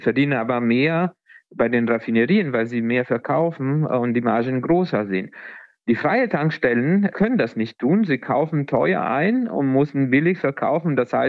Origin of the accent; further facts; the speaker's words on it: Italy; German is a second language; Ja, ich bin Italiener, aber ich auch verfolgt die Diskussion.